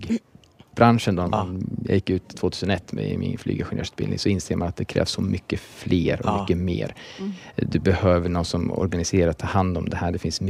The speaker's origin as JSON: {"language": "Swedish", "town": "Tumla", "country": "Sweden", "tie": "born or raised there", "lives_now": "Norrköping, Sweden", "said": "det kvittar om jag är i Tumla där jag växte upp, eller Norrköping där vi bor nu"}